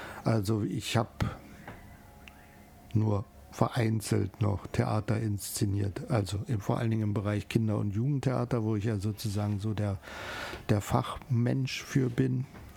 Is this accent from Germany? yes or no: yes; Berlin, Germany; moved away as an adult; now in Salzburg, Austria; als Berliner kommt das zwischen Ost-West natürlich.